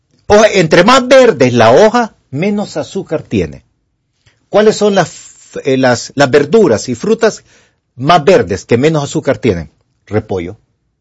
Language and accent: Spanish; La Trinidad, Comayagua, Honduras; Que soy de allá de la Trinidad, Comayagua, donde nos está viendo Rosibel Báires, junto a su mamá, Natito, y allá no hay pulperías fuertes.